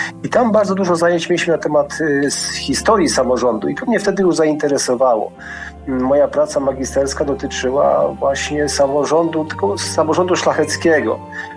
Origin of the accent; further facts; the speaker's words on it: Świętokrzyskie Voivodeship, Poland; moved away; swojej miejscowości rodzinnej, pochodzę ze Świętokrzyskiego.